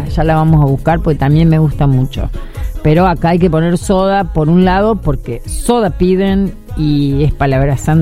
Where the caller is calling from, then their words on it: Córdoba, Argentina; de Córdoba Capital.